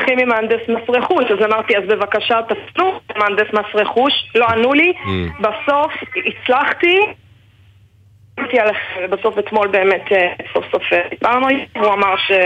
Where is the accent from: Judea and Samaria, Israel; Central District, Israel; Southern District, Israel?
Central District, Israel; Rishon LeZion; נכון, זה הבית של ההורים שלי, הבית שגדלתי בו.